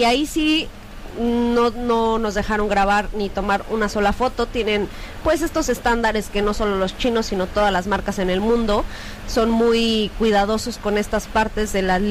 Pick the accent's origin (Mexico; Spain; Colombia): Mexico; Me estaría interesante, pero por lo que sé, como mexicanos, está complicado que nos den una licencia para poder manejar allá.